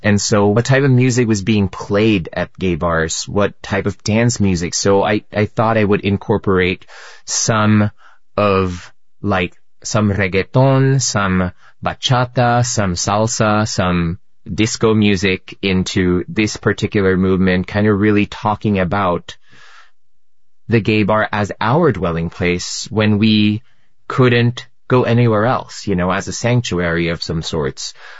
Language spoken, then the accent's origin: English; Philippines; moved away as an adult; now in United States; as a young gay man growing up in the Philippines